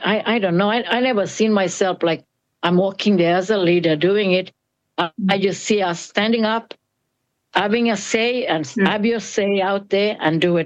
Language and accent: English; Injinoo, Queensland, Australia; I grew up here in Engineer. Engineer is my community. It's in the Puthuma Land Trust space area where for our people.